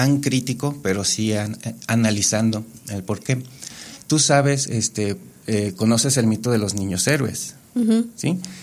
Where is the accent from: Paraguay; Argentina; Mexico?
Mexico